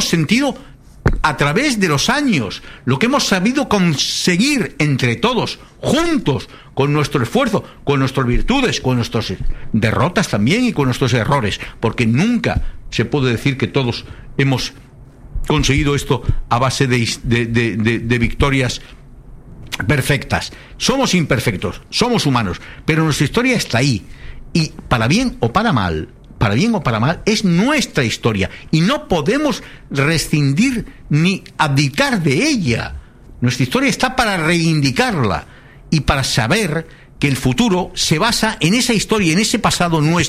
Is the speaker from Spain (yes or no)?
yes; Spain; Oye, es que nosotros somos españoles, nuestra bandera, nuestro himno, eso es sagrado en cualquier país democrático